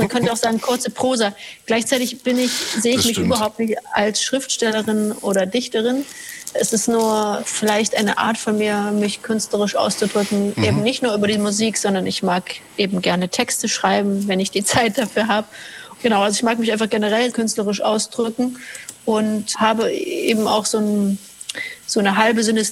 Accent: Halle, Saxony-Anhalt, Germany; Orten meiner Kindheit und Jugend in Halle. Dort bin ich aufgewachsen.

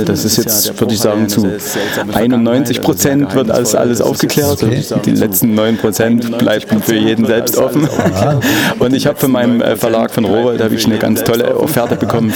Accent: Dresden, Saxony, Germany; Ich bin Dresdner

